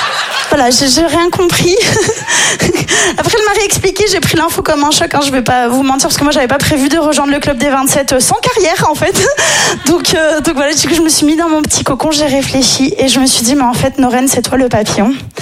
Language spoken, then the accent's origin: French; Nice, Provence-Alpes-Côte d'Azur, France; moi, je suis niçoise, donc c'est littéralement mes deux activités préférées, quoi, dans la vie.